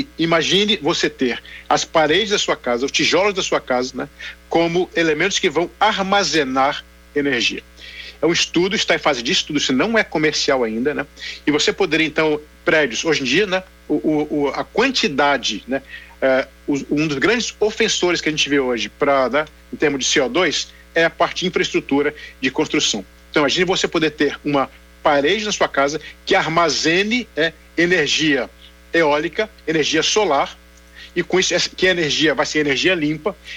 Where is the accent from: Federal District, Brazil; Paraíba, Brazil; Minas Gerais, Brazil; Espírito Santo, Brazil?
Federal District, Brazil; Brasília; now in United States; Sabe que eu sou de Brasília, eu sou matemático pela Universidade de Brasília, uma ótima universidade